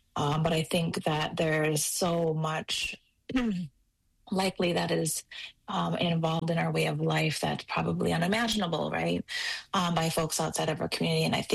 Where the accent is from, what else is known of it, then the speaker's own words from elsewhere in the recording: Wisconsin, United States; So I'm from the Lacoutere Nation in sort of northern central Wisconsin.